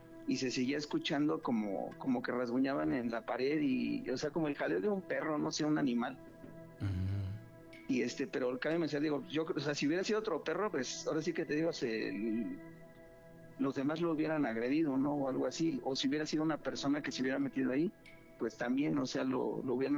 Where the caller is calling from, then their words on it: Mexico City, Mexico; De la alcaldía de Coajimalpa.